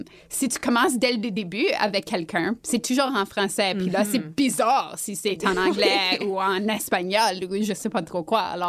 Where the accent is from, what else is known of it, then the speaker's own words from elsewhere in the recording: Manitoba, Canada; accent: Manitoban; comme au Manitoba, j'ai un accent manitobain.